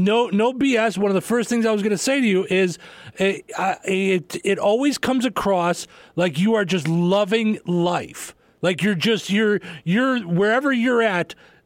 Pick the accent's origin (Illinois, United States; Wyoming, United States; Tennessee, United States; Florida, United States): Illinois, United States; Chicago; I mean, I grew up in Chicago, so it's like it's all I know. But when I started stand up, I started in Iowa.